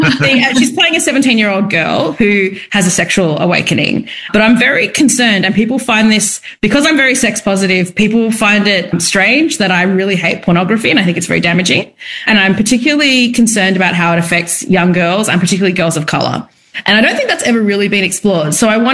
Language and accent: English; India; for me, it was amazing as a young person to realize the kind of rich erotic history of Indian art as an Indian person.